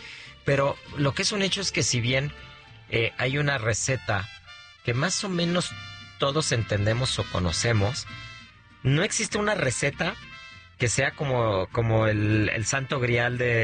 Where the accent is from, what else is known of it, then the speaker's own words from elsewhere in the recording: Mexico; qué difícil como mexicanos poder ponernos de acuerdo entre tantos millones